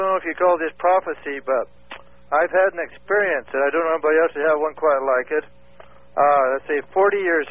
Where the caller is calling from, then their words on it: Wenatchee, Washington, United States; Wenatchee, Wenatchee, in the state of Washington.